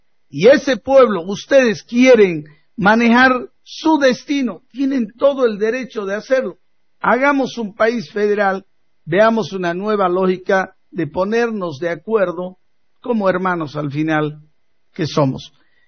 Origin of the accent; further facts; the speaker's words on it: Tarija, Bolivia; Los tarijeños no estamos diciendo